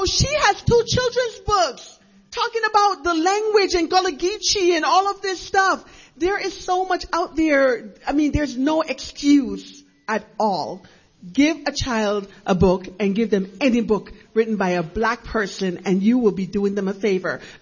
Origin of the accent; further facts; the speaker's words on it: Brooklyn, New York, United States; also born or lived in Jamaica; I grew up here in Brooklyn, New York, in Bed-Stuy, by way of Jamaica, if you hear an accent.